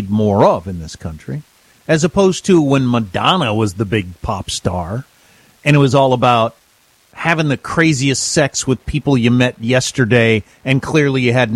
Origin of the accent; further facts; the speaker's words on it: Kansas, United States; I am a Kansan. I call Kansas my home state.